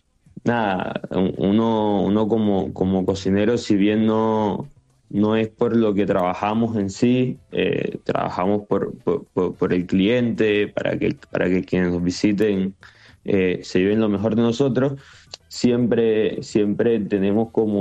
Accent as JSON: {"language": "Spanish", "country": "Colombia", "said": "lo que más está de Colombia o lo que más está de donde vengo yo es sin duda el uso de las frutas."}